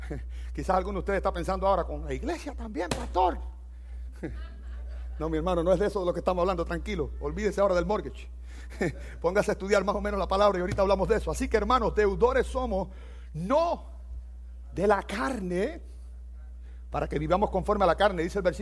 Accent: Cuba; now in United States; Nosotros en Cuba decimos paragüero.

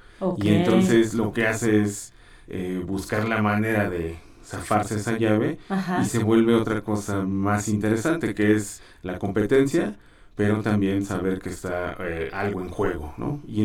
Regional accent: Mexico; La lucha libre es patrimonio, es identidad, es cultura y es lo que nos define como mexicanos.

